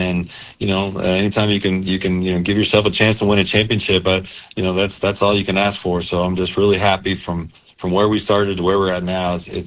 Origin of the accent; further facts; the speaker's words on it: St. Louis, Missouri, United States; it's my hometown, obviously, and I'm partial